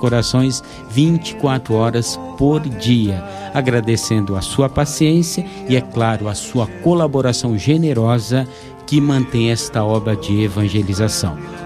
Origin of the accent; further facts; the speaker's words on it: Brazil